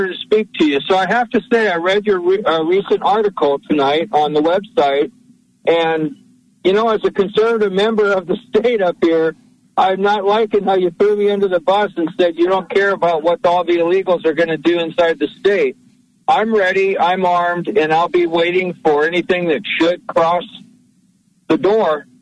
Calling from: Washington, United States; up here in Washington State.

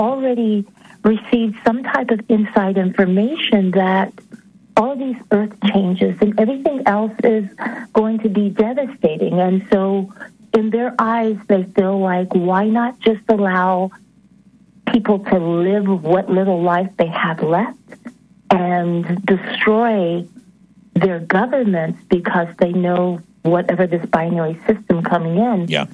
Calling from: Georgia, United States; from Georgia.

